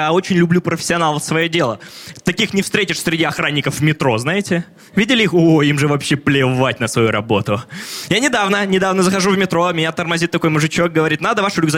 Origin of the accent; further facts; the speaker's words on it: Arkhangelsk, Arkhangelsk Oblast, Russia; now in Moscow, Russia; я из Архангельска родом, у нас там производят атомные подводные лодки